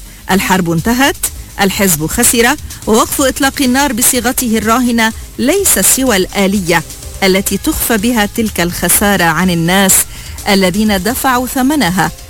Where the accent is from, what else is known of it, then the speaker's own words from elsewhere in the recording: Lebanon; متى نتصارح كلبنانيين أن تحويل الفشل استراتيجي إلى ملحمة صمود ليس استراتيجية ذكية بل حفلة تكاذب؟